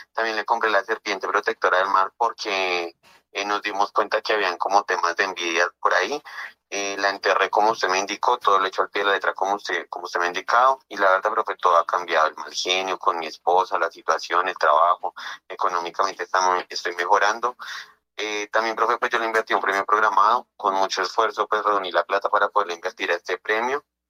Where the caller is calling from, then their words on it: Bogotá, Colombia; yo le estoy llamando desde el 20 de julio acá en Bogotá. Y pues bueno, profe, yo aquí, yo vivo acá en Bogotá